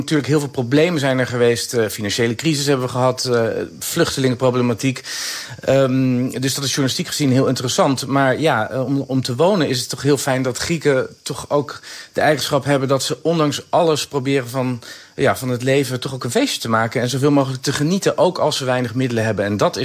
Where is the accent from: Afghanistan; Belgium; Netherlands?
Netherlands; now in Greece; Wij zouden ons als Nederlanders